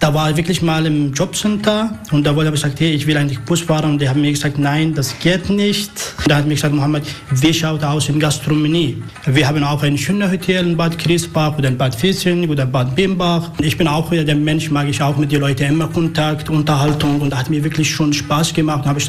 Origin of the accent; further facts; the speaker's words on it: Tishrin, Syria; German is a second language; now in Germany; Ich komme aus Syrien, geboren in Tischrin, der Sohn Nordsyrien, Grenze von der Irak.